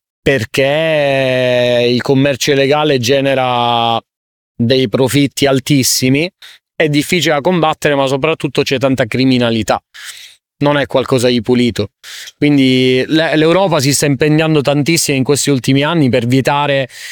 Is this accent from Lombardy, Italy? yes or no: no; Sicily, Italy; Io da siciliano sono cresciuto nel mare della Sicilia